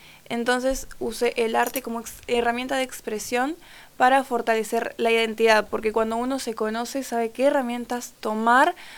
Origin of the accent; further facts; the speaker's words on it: Reconquista, Santa Fe, Argentina; moved away as an adult; now in Buenos Aires, Argentina; yo tengo 19 años, soy de Reconquista y estuve participando en este certamen que se realizó en Tucumán. Actualmente igual vivo en Buenos Aires, pero sí estoy acá representando a Santa Fe, digamos. No represento a Buenos Aires, sino a Santa Fe. Entonces voy y vengo a Reconquista para mi preparación.